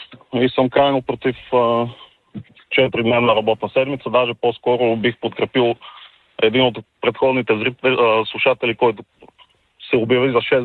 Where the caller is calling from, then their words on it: Sofia, Sofia City, Bulgaria; от София.